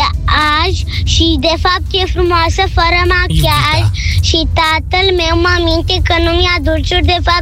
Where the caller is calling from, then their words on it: Bucharest, Romania; din București. Am 7 ani